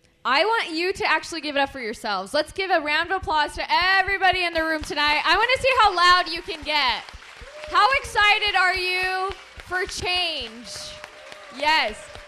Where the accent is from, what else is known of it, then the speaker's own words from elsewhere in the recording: Bakersfield, California, United States; I'm a daughter of this district. I was born and raised in District 16 in South Bakersfield to two immigrants who found a safe haven here in Bakersfield in Kern County.